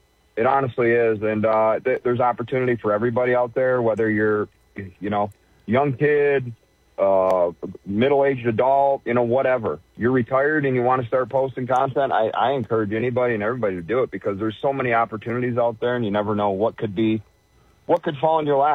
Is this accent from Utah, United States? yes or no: no; Ubly, Michigan, United States; I grew up in the Thumb of Michigan, specifically the Ubley area.